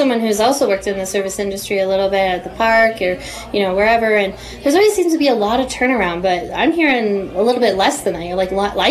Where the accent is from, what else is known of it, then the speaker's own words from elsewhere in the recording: Kremlin, Montana, United States; I'm from Kremlin